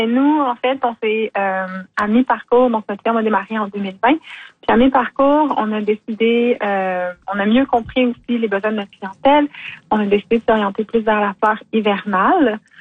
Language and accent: French; Quebec, Canada; moved away as an adult; also born or lived in British Columbia; je suis native de Bédéfort